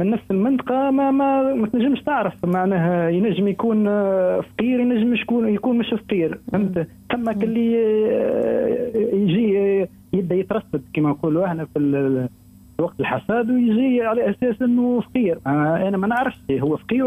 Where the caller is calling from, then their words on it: Ezzahra, Ben Arous, Tunisia; من الزهرة.